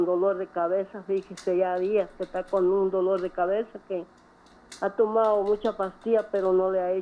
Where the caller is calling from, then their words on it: Guatemala City, Guatemala Department, Guatemala; Sí, aquí en Loma Blanca, zona 21.